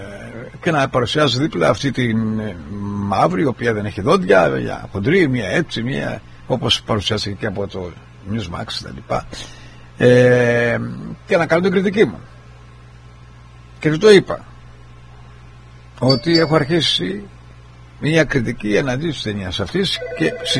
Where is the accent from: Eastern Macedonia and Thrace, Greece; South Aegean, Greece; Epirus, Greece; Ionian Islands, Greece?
Ionian Islands, Greece; Argostoli; moved away; Μου θύμισε τα παιδικά μου χρόνια στο Αργοστόλι που κι εγώ ήμουν αλιτάγκουρας, αλιτάκι, όπως λένε